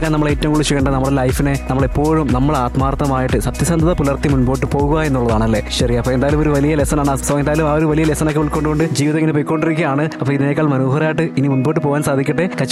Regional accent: Kottarakkara, Kerala, India; നമ്മുടെ സ്വന്തം കൊട്ടാരക്കര പുലമൺ ജംഗ്ഷനിലെത്തി എന്റെ സ്വന്തം നാട്ടുകാരനായ

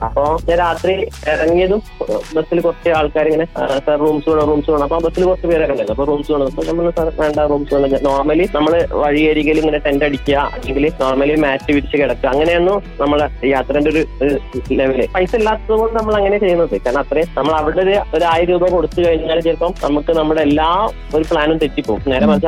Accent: Nilambur, Kerala, India; നിലമ്പൂരാണ് സ്ഥലം, മലപ്പുറമാണ്

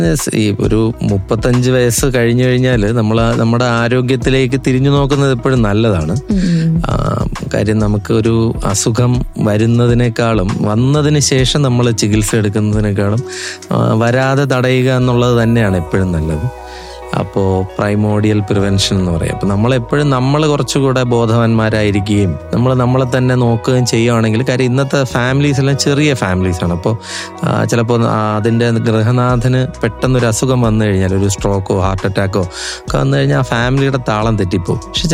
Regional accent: Thiruvananthapuram, Kerala, India; ഞാനൊരു തിരുവനന്തപുരത്തുകാരനാണ്.

